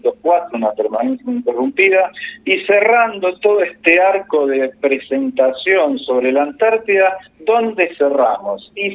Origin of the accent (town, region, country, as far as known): Argentina